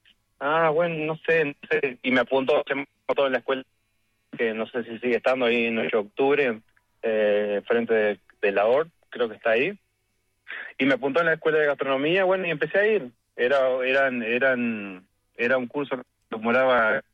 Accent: Uruguay; Como todo uruguayo que no se doblega ante nada.

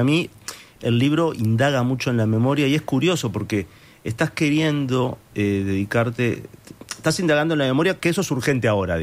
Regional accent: Montevideo, Uruguay; Yo que soy de Sayago, fíjate que el tren fue la ilusión de mi infancia, ¿no?

